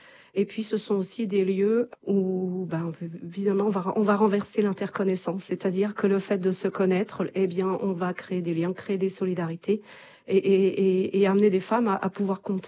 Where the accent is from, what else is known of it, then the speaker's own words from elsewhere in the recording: Pays de la Loire, France; moi, je suis originaire du Pays de Retz. J'ai passé mon enfance, mon adolescence. J'ai fait des études, donc je suis partie. Je suis revenue m'installer à Machecoussin même il y a 22 ans maintenant.